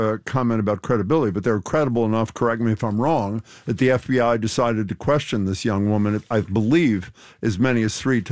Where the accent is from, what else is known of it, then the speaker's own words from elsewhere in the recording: Philadelphia, Pennsylvania, United States; whoa, I'm a Philly boy.